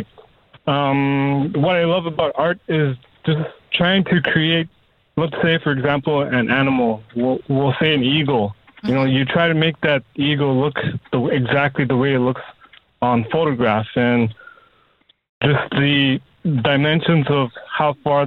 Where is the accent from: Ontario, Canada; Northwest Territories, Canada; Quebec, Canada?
Northwest Territories, Canada; I grew up here in the Northwest Territory, so during my childhood, my parents, they would take us kids out on the land and camp out there.